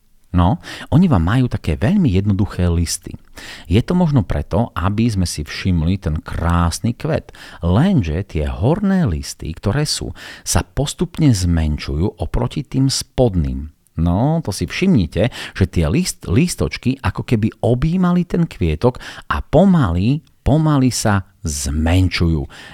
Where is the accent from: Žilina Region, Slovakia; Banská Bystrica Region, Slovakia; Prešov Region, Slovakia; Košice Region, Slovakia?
Prešov Region, Slovakia; Bardejov; dokonca myslím, že to bolo u nás v Bardejove